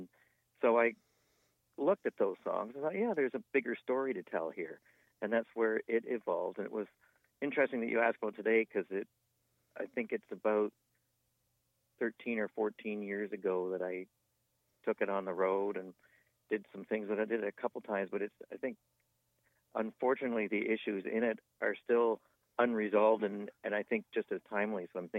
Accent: Guelph, Ontario, Canada; Yeah, I'm a city councillor now, and we're at my hometown of Guelph, Ontario.

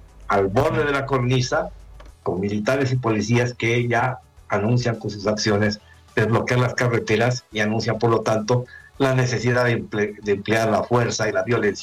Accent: Bolivia

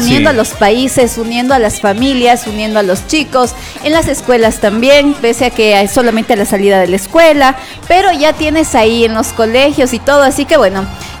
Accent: Ecuador; es el unirnos como ecuatorianos

